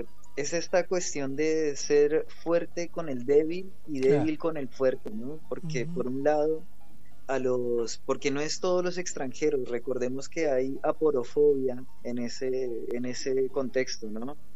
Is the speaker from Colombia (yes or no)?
yes; Colombia; now in La Plata, Argentina; todos estos son colectivos de gente, de colombianos